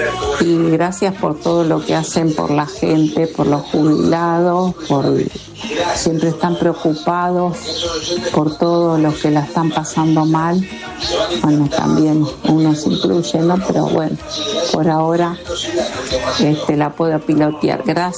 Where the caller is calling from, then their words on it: Monte Grande, Buenos Aires Province, Argentina; de Montegrande